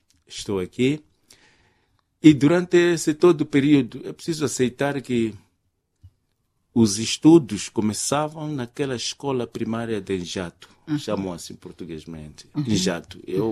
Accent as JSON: {"language": "Portuguese", "town": "Cuamba", "region": "Niassa", "country": "Mozambique", "tie": "born or raised there"}